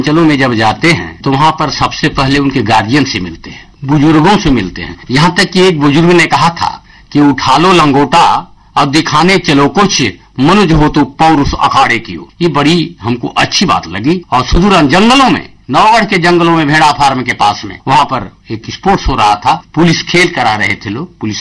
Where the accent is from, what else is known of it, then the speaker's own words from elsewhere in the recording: Dabariya, Uttar Pradesh, India; Basically मैं गांव का निवासी हूँ, चंदौली जिले में धानापुर एक जगह है, धानापुर में गांव है डबरिया, उस गांव का मैं मूल रूप से निवासी हूँ।